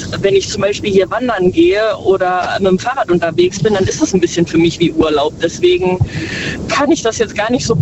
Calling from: Neunkirchen, North Rhine-Westphalia, Germany; Genau, aus Neunkirchen.

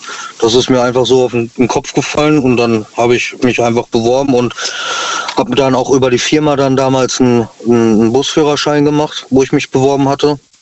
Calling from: Gütersloh, North Rhine-Westphalia, Germany; Ich bin aus Gütersloh.

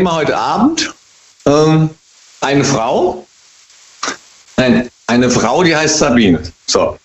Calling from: Hesse, Germany; Aus dem Rheingau immer noch.

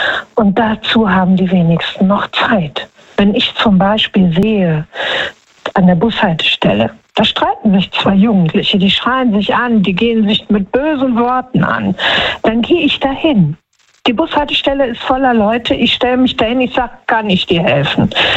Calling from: Düsseldorf, North Rhine-Westphalia, Germany; Hallo, aus NRW.

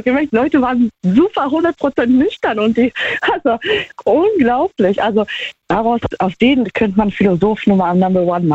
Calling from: Trier, Rhineland-Palatinate, Germany; Hier, Trier.

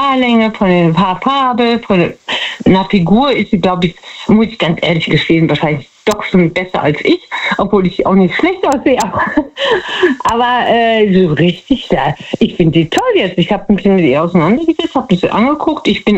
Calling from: Betzdorf, Rhineland-Palatinate, Germany; Aus Betzdorf.

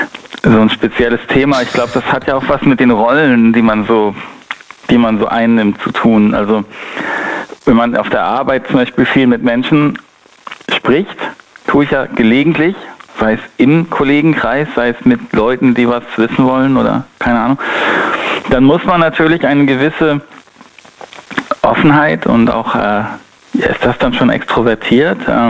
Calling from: North Rhine-Westphalia, Germany; Ich komme aus dem Rhein-Sieg-Kreis.

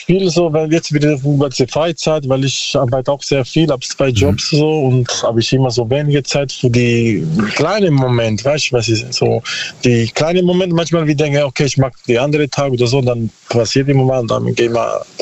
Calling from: Bruchsal, Baden-Württemberg, Germany; Bruchsal, so.

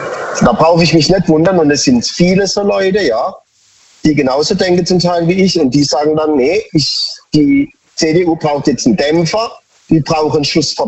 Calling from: Baden-Baden, Baden-Württemberg, Germany; Von Baden-Baden.

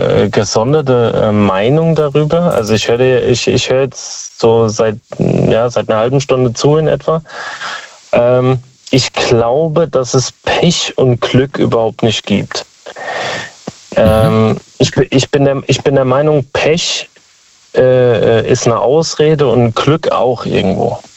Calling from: Speyer, Rhineland-Palatinate, Germany; Aus Speyer.

